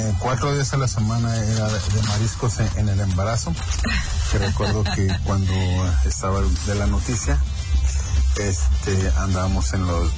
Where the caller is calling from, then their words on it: Zapopan, Jalisco, Mexico; soy de Zapopan, pero ahorita ando en Tlajoyork.